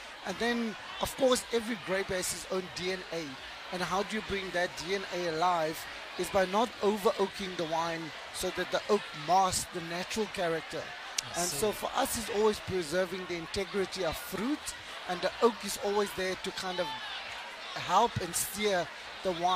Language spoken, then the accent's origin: English; South Africa; as South African producers